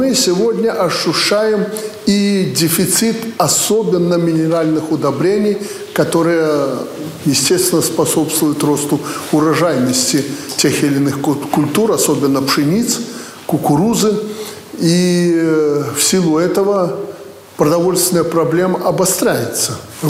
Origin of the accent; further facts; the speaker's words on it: Belarus; Что мы, белорусы, должны сделать